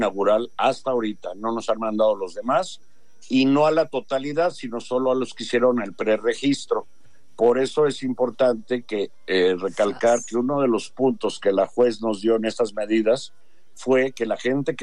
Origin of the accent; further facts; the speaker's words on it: Mexico; Nosotros no queremos que un extranjero venga a decirnos qué hacer en nuestro país.